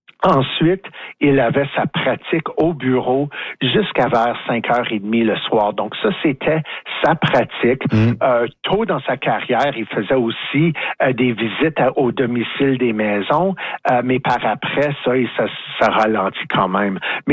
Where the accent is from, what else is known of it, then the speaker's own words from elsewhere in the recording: St. Catharines, Ontario, Canada; born there; D'ailleurs, moi, je suis né à Sainte-Catherine. Ma mère, qui est quand même de quelqu'un d'Ilmer, Québec, a pas aimé Sainte-Catherine. C'était très anglophone.